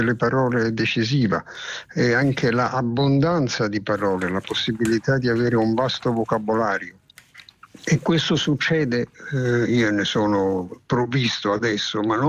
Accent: Naples, Campania, Italy; first language Neapolitan; Sì, di estrazione completamente napoletana, cioè provengo proprio da lì. Lì mi si sono formate, oltre che la mia lingua madre, il napoletano, è quello che io parlo con me

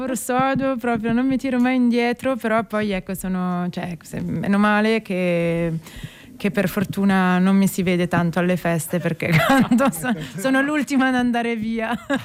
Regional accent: Milan, Lombardy, Italy; Ah, ma certo, però sono milanese, quindi questa cosa lombarda del lavoro, sodo, del balaura, questo c'è proprio, ce l'ho dentro radicato.

